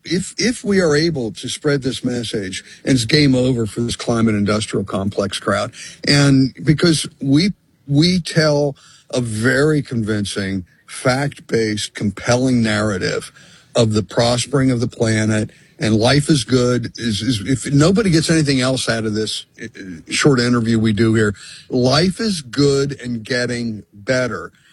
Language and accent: English; Pennsylvania, United States; I'm from my home state of Philadelphia or of Pennsylvania